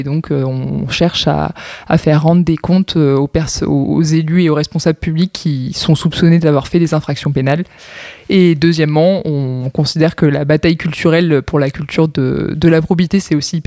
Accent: Provence-Alpes-Côte d'Azur, France; j'ai 26 ans, je suis originaire des Bouches-du-Rhône.

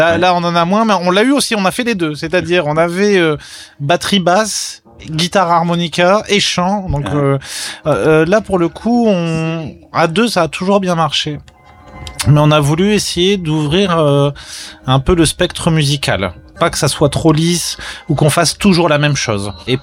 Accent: France

